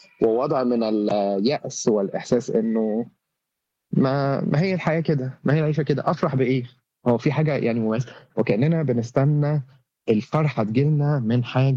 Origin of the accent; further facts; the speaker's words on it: Egypt; الكلمة دي مش عندنا في مصر